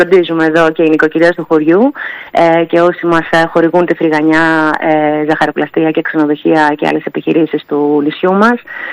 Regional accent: Zakynthos, Ionian Islands, Greece

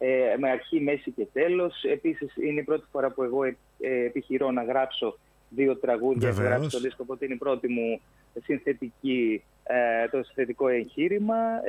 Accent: Thessaloniki, Central Macedonia, Greece; Είμαι από τη Θεσσαλονίκη, οπότε όλες αυτές οι πόλεις είναι στην καρδιά μου

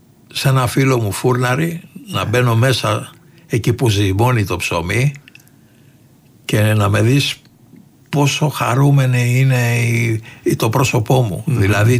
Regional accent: Greece; Γιατί εκτός του ότι είμαι Έλληνας

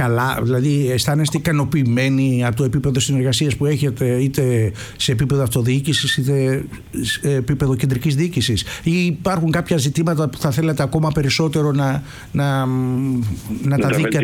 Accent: Greece; είπα ότι είμαι Έλληνας

